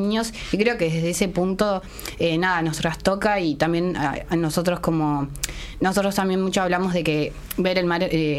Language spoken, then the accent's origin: Spanish; Uruguay; siendo uruguayos